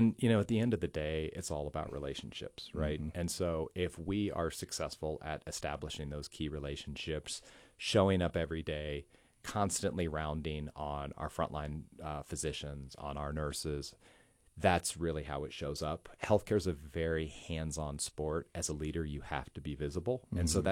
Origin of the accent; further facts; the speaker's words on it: Indiana, United States; It reminds me of where I grew up in Indiana.